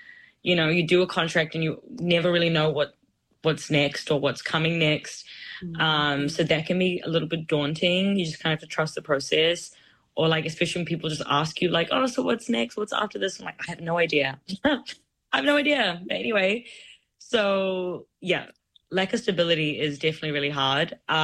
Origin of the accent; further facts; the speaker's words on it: Auckland, New Zealand; I haven't done it yet here, but I think it's also because, like, I grew up in Auckland.